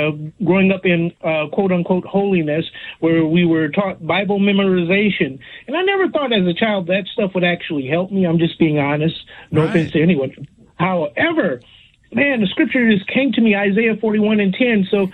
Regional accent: Toledo, Ohio, United States; Oh, my hometown's Toledo.

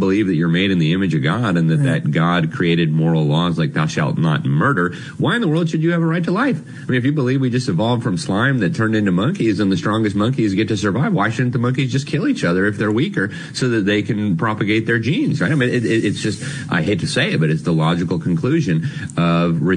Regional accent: United States

